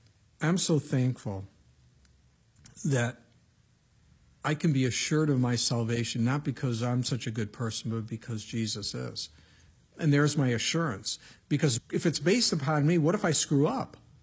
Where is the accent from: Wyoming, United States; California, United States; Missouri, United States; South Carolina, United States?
Missouri, United States; I'm like from Missouri, the show me state.